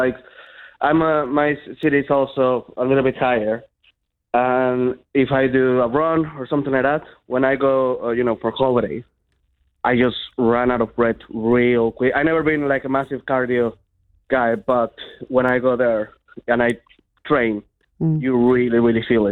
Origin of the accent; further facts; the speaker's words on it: Chihuahua, Mexico; moved away; also born or lived in Mexico City; I'm from Chihuahua, but I was born in Mexico City, and I have a family that lives not far away from the stadium, actually.